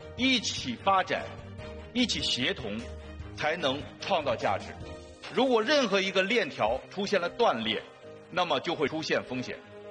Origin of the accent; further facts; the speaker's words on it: China; 我们作为中国人